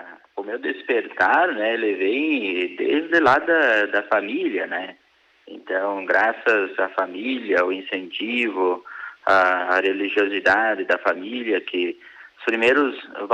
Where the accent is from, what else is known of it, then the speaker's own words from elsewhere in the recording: Marau, Rio Grande do Sul, Brazil; ali na comunidade Santo Agostinho, onde eu nasci aqui em Marau